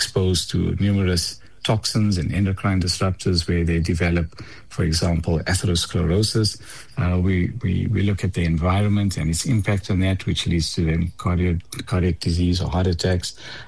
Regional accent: South Africa

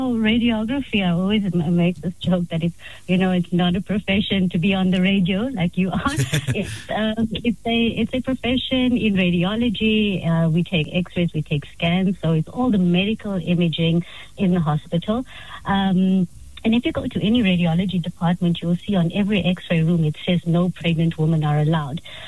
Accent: Kokstad, KwaZulu-Natal, South Africa; now in Pretoria, South Africa; I'm actually from a very rural, small place in KZN, in Transkei, actually called Kokstad. We moved to Pretoria.

